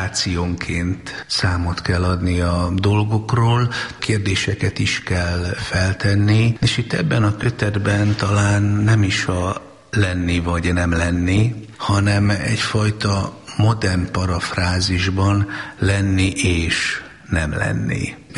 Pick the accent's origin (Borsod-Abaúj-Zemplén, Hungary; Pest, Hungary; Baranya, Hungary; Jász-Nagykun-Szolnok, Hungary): Jász-Nagykun-Szolnok, Hungary; Szolnok; moved away as an adult; én szolnoki vagyok